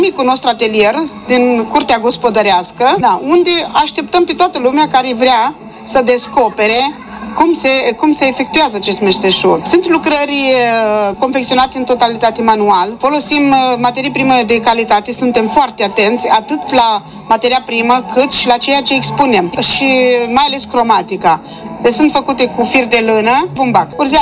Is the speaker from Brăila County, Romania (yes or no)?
no; Botoșani, Botoșani County, Romania; Venim de la Botoșani … și am venit cu țesături decorative pentru interiorul caselor.